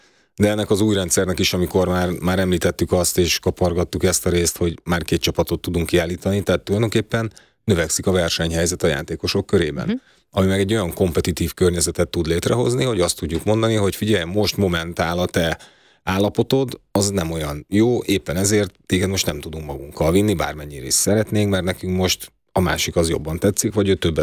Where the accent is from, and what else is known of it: Hungary